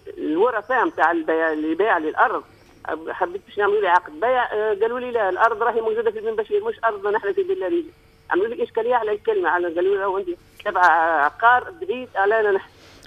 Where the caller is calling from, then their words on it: Jendouba, Jendouba Governorate, Tunisia; من جندوبة.